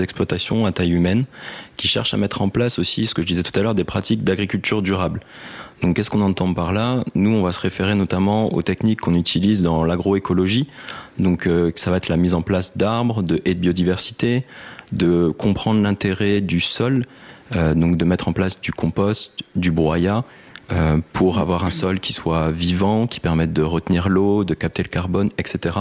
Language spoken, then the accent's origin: French; Dunkirk, Hauts-de-France, France; also born or lived in Lille; Donc j'étais dans le nord de la France, à Lille, puisque je suis originaire de Dunkerque.